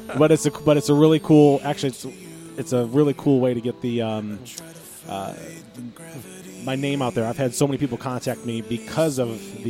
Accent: Toledo, Ohio, United States; I'm from Toledo, if you don't know that. So I do play a lot of gigs in Toledo

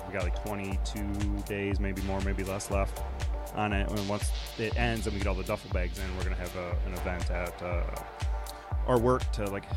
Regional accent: Detroit, Michigan, United States; So I'm one of those people that live in the burbs and say I'm from Detroit.

